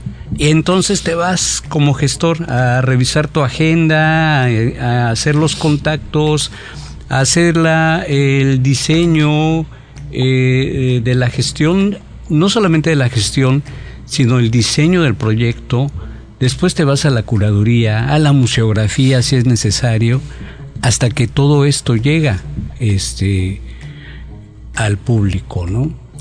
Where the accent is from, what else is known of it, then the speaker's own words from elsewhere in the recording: Chilpancingo, Guerrero, Mexico; Nací en Chilpancingo